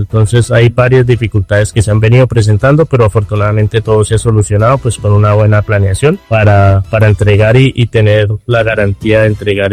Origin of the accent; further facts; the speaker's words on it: Santander, Colombia; yo soy de Santander. Sí. Y era la verdad la primera experiencia en Antioquia